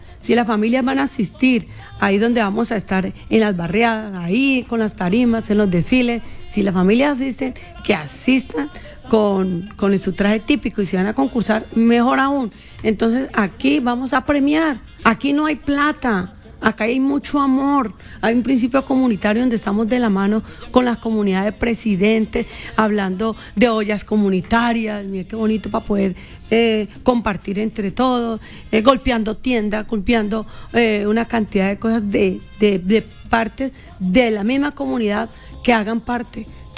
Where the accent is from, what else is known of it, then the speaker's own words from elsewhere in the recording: Huila, Colombia; somos esencia tradicional huilense, eso es lo que nos hace lindos para todos los de Huila